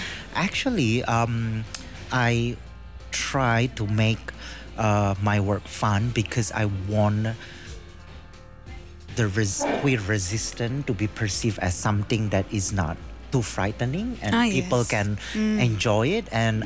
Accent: Indonesia; moved away as an adult; now in Australia; back in Australia and in my home country, Indonesia

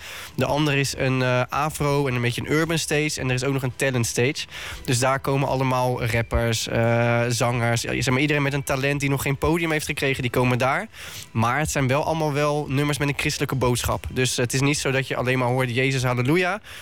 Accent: Delft, South Holland, Netherlands; En ik kom zelf ook uit Delft, dus lekker uit de buurt.

